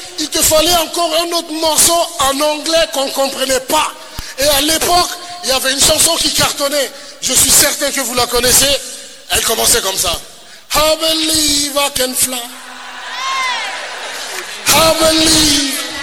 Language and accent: French; Guinea; moved away as an adult; also born or lived in Switzerland; Je ne parle même pas allemand. Elle m'a invité dans son pays. J'ai laissé mon super beau pays dont vous êtes tous jaloux, la Guinée. Je suis allé en Suisse, dans un petit village qui s'appelle Biningen.